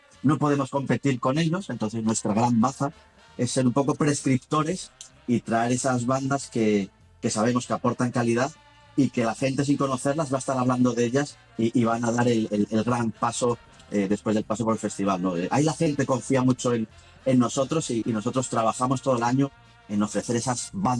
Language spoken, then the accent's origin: Spanish; Cangas del Narcea, Asturias, Spain; Somos en Cangas del Narcea el único sitio de Asturias en el que no tenemos sidra, sino que tenemos vino, ¿no?